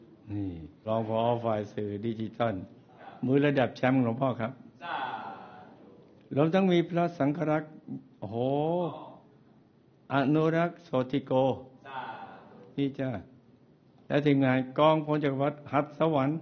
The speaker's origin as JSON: {"language": "Thai", "region": "Southern Thailand", "country": "Thailand", "said": "จากเด็กใต้คนหนึ่งที่เคยสงสัย อยากมาพิสูจน์วัดพระธรรมกาย"}